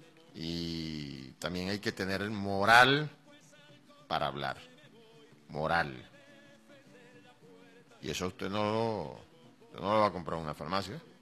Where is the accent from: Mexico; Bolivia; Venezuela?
Venezuela; todos somos venezolanos.